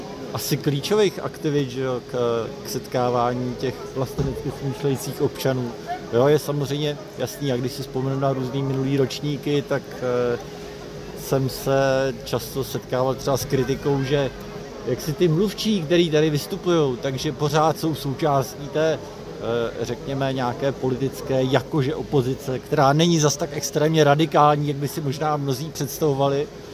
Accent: Prague, Czechia; Já jsem z Prahy.

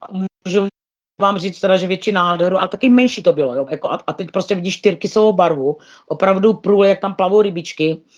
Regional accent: Moravia, Czechia; A říkají, odkud jste, vy máte, já říkám, no z Moravy. My vždycky, když jsme řekli s Pájou, že jsme z Moravy

